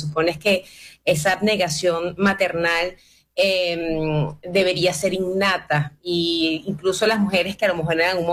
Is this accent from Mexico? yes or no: no; Venezuela; Nosotros como pueblo venezolano llevamos unas heridas